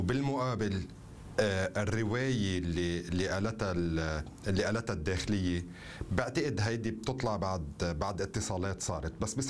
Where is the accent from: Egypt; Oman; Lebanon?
Lebanon; أنا كلبناني